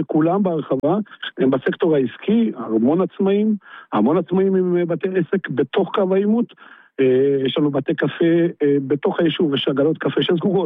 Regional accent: Zar'it, Northern District, Israel

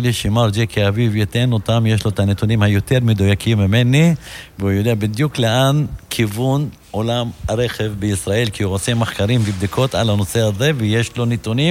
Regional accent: Jezreel Valley, Northern District, Israel; אני מטייל בכל העולם פה, באפולה, כי אני אוהב את העיר אפולה, אוהב את העמק, אני בן העמק.

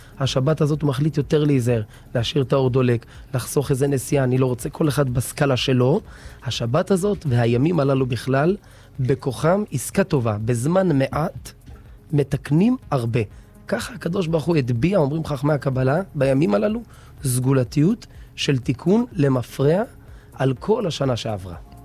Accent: Beersheba, Southern District, Israel; אני יליד מערב שבע, 32 שנה בשכונה, הורים שלי 34, דור שלישי

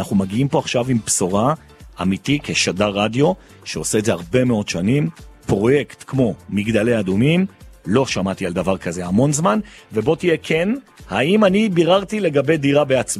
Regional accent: Jerusalem, Jerusalem District, Israel; אני ירושלמי, ואני שרוף ירושלים.

